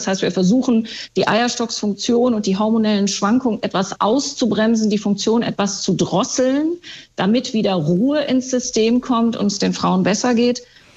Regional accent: Northern Germany, Germany; ich komme ja hier aus dem Norden

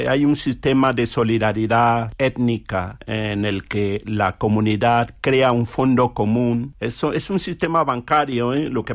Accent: Cameroon; now in Spain; aquí, en España, los cameruneses que viven aquí lo practicamos.

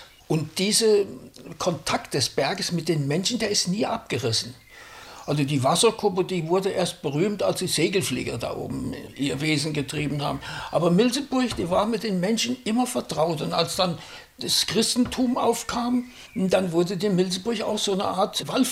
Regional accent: Germany; accent: Rhön dialect; ich habe also Rhöner Dialekt perfekt gelernt, ich habe auch noch einigermaßen Hochdeutsch gelernt

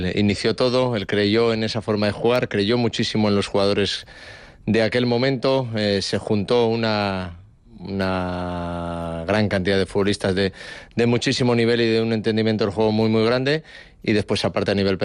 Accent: Oviedo, Asturias, Spain; born there; moved away; la selección vuelva a mi tierra, vuelva a jugar en Oviedo.

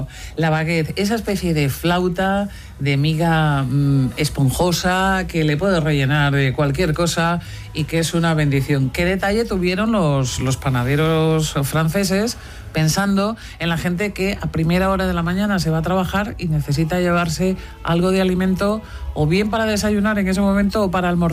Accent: Galicia, Spain; yo también soy gallega

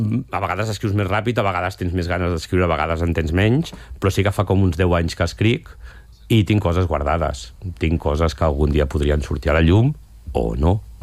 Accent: Sant Pau de Segúries, Catalonia, Spain; un homenatge al poble d'on soc, de Sant Pau de Segúries

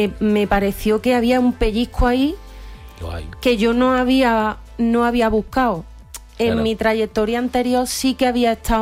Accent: Córdoba, Andalusia, Spain; Yo soy cordobesa

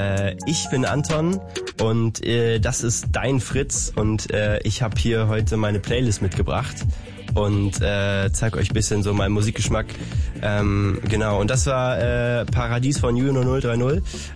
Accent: Kleinmachnow, Brandenburg, Germany; moved away as an adult; now in Berlin, Germany; Also ich bin ja irgendwie ja in Kleinmachnow groß geworden

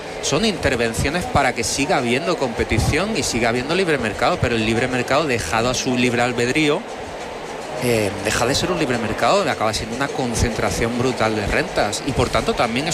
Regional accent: Málaga, Andalusia, Spain; Yo soy malagueño y en Málaga la gente no habla de Pedro Sánchez ni de la presidenta Isabel Díaz Ayuso.

